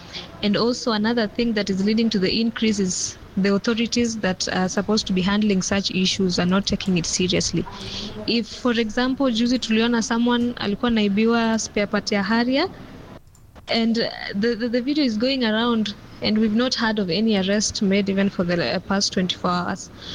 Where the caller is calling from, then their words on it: Nairobi, Kenya; I'm from Nairobi